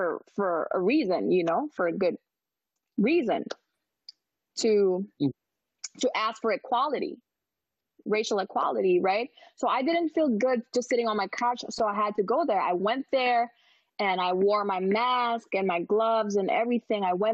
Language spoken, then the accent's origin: English; Philippines; moved away; growing up in the Philippines, being a Black girl, being different